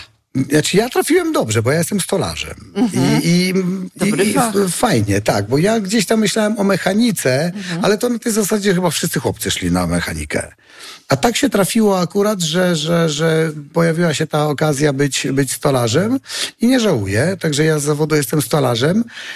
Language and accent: Polish; Suwałki, Podlaskie Voivodeship, Poland